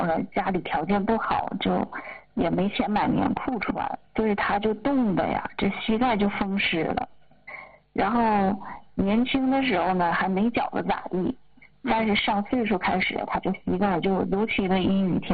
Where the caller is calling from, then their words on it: Changchun, Jilin, China; 我是长春的，我今年51了。